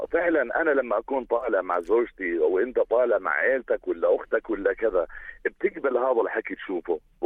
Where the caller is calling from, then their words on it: Jordan; إحنا أردنيين بميزنا عاداتنا بميزنا تقاليدنا.